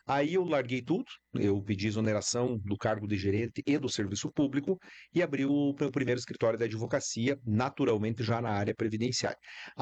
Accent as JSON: {"language": "Portuguese", "town": "Clevelândia", "region": "Paraná", "country": "Brazil", "tie": "born there", "also_born_or_lived": "Santa Maria, Rio Grande do Sul", "moved": "yes", "said": "eu nasci em Clevelândia, que é no sudoeste do Paraná, uma cidade pequena que fica perto de Pato Branco, no sudoeste do Paraná. Eu sou filho de um caminhoneiro e de uma costureira que virou professora"}